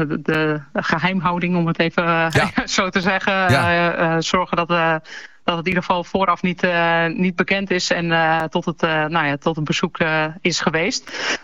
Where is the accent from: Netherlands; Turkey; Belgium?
Netherlands; ook omdat we uit Nederland vandaan komen